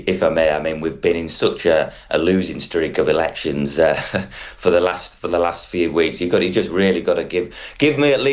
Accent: Yorkshire and the Humber, United Kingdom; I'm a Yorkshireman

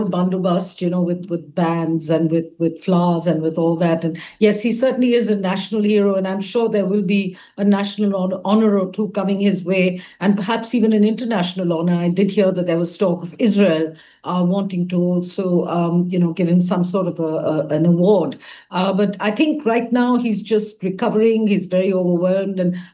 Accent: India; as an Indian myself.

